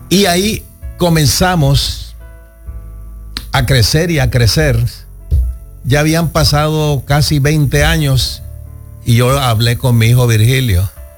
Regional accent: Colombia; moved away; Cuando nosotros nos vinimos de Colombia, no teníamos en el panorama esto de cristianismo ni nada de esas cosas.

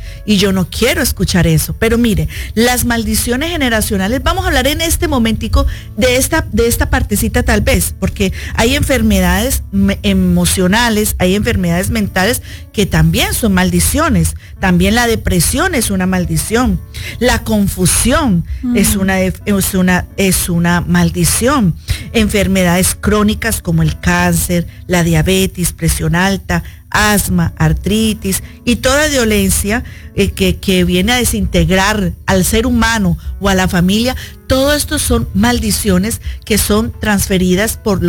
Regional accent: Colombia; moved away; yo que soy de Colombia

